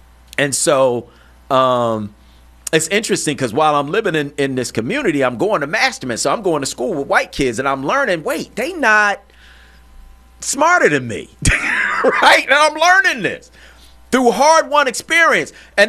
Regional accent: Philadelphia, Pennsylvania, United States; born there; my parents got divorced when I was a teenager. We moved from West Oak Lane to North Philly. And, you know, I learned some things living in North Philly, you know, that I wouldn't have learned in West Oak Lane.

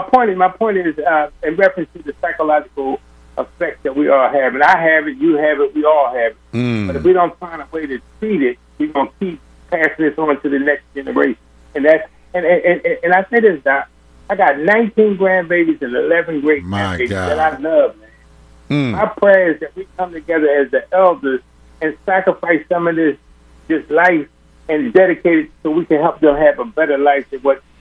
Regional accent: Philadelphia, Pennsylvania, United States; I'm born and raised in North Philly, man. I thank God that I was born and raised in North Philly

